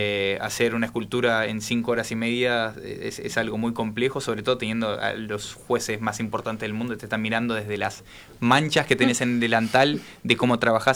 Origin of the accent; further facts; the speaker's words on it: Salta, Argentina; Todo, yo como digo siempre soy primero salteño y después argentino, ¿no?